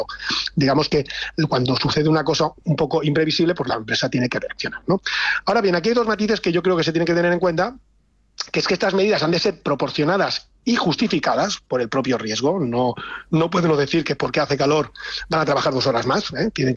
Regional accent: Mediterranean coast, Spain; los que somos del Mediterráneo

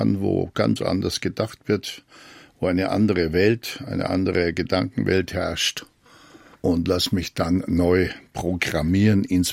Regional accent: Germany; moved away as an adult; also born or lived in Edmonton, Canada; weil wir als Deutsche glauben, in einem Vorstellungsgespräch zieht man sich sauber an mit Anzug und Krawatte

